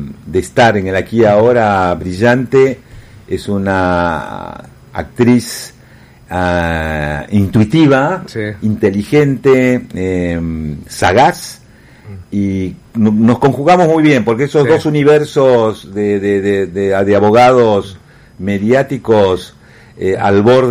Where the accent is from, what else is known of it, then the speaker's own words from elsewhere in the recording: La Plata, Buenos Aires Province, Argentina; Yo soy de La Plata.